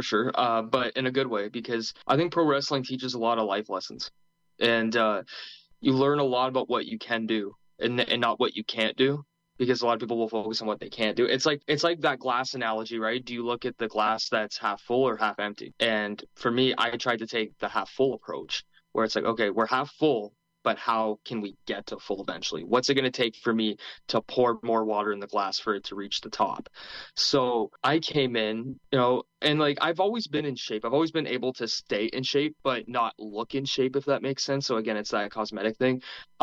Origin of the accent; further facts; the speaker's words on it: Windsor, Ontario, Canada; born there; I was born in Windsor, Ontario, Canada, which is right across from Detroit.